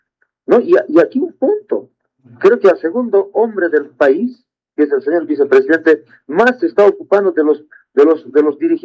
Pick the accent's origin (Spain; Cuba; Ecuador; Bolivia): Bolivia; Nosotros también somos pueblo, ¿ya? Nosotros también somos bolivianos.